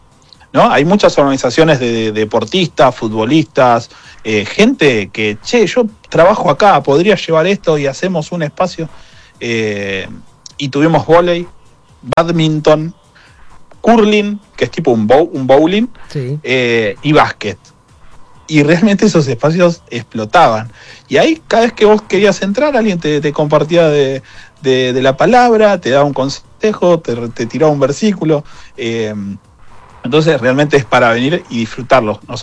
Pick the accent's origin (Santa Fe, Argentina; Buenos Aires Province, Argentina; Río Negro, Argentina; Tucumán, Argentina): Buenos Aires Province, Argentina; Azul; born there; now in Buenos Aires, Argentina; yo nací en Azul, soy del interior también, a 300 kilómetros de Buenos Aires, nací hace 22 años que vivo en Buenos Aires, uh-huh. En Capital Federal